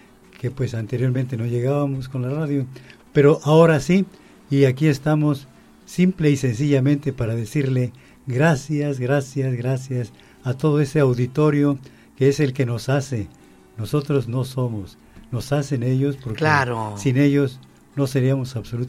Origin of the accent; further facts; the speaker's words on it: Vega de Alatorre, Veracruz, Mexico; born there; also born or lived in Martínez de la Torre / Barra de Palma / Misantla / Perote; Yo nací en el Laurel Vega de Alatorre, Veracruz.